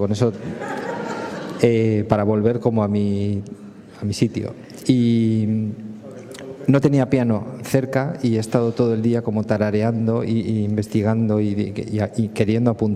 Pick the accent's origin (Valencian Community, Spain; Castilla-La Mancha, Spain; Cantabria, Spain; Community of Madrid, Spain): Cantabria, Spain